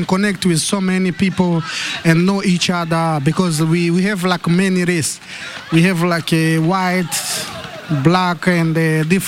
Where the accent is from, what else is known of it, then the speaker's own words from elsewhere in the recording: Burundi; English is a second language; I'm come from Burundi.